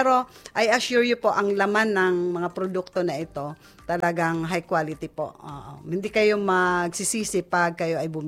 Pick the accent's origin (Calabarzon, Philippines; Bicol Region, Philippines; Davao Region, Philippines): Bicol Region, Philippines; Sorsogon